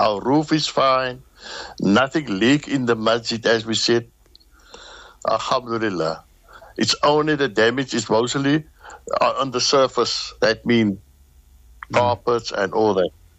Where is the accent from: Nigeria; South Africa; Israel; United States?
South Africa; Cape Town, Western Cape; I'm a born and bred Cape Townian. I grew up in District 6, alhamdulillah.